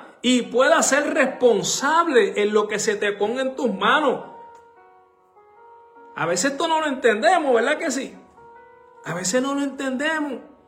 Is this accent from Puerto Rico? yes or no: yes; Puerto Rico; moved away; Me acuerdo cuando llegué de Puerto Rico, muy joven, aquí, yo me casé muy joven, claro, muy jovencito.